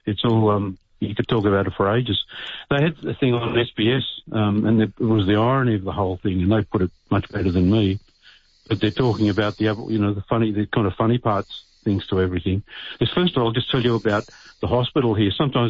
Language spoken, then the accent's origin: English; Yass, New South Wales, Australia; I come from the Yass area. I'm Ngunnawal.